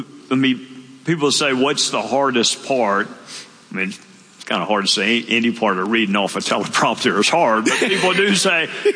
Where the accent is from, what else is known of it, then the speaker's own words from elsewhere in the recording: Greenville, South Carolina, United States; born there; imagine I was born in Greenville.